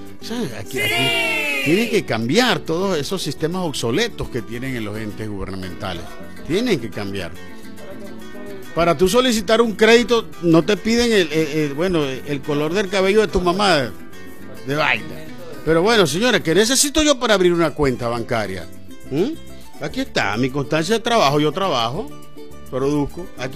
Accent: Venezuela; Esa es mi tierra, esa es tu tierra. Gracias, Venezuela, te pertenecemos.

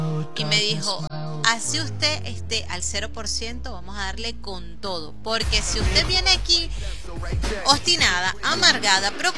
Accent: Venezuela; nosotros seguimos como venezolanos

